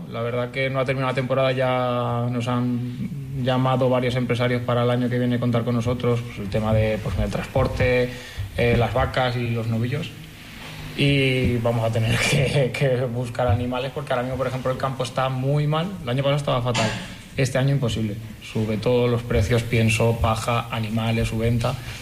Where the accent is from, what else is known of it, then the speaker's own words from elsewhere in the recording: Castellón de la Plana, Valencian Community, Spain; moved away as an adult; now in Cuenca, Spain; Sí, de Castellón. Yo llegué aquí ahora unos 10 años y nada, siempre mi pueblo es muy taurino y siempre hay muchas tradiciones a los toros.